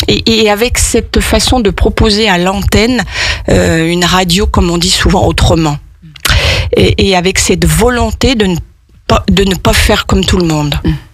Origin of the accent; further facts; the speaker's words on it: Aix-les-Bains, Auvergne-Rhône-Alpes, France; now in Drumettaz-Clarafond, France; moi je suis née, même si je vis à Drumetaz Clafond depuis déjà 25 ans, je suis née à Aix-les-Bains et j'ai Aix-les-Bains